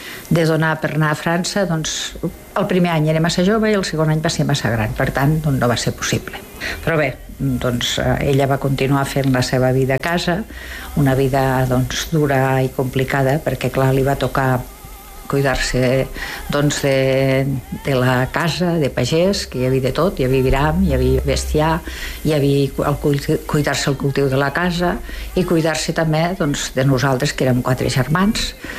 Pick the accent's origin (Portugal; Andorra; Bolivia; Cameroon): Andorra; jo vaig néixer a casa, com tots els de la nostra, de la meva generació, que naixíem a casa, en una casa humil, que es diu Cal Canard en Camp, i doncs, abans ja saps que no hi havia centres ni clíniques aquí a Andorra